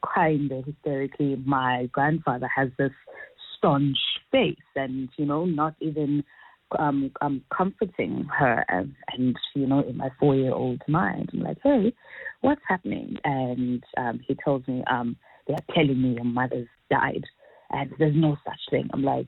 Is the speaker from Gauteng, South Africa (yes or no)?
no; Cape Town, Western Cape, South Africa; also born or lived in Elsies River; So I'm from Gugule to Cape Town, and before we were moved to Gugule, I talk about being displaced from Witbank Elsitz River.